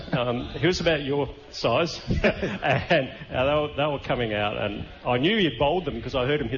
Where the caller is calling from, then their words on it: Australia; And as an Australian